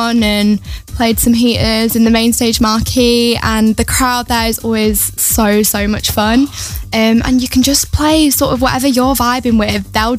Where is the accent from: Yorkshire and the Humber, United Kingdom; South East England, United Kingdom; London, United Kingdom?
Yorkshire and the Humber, United Kingdom; Leeds; born and bred in Leeds, I live in Leeds.